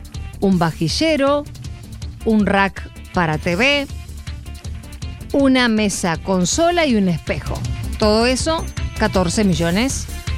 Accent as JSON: {"language": "Spanish", "country": "Argentina", "said": "Somos generosos los argentinos."}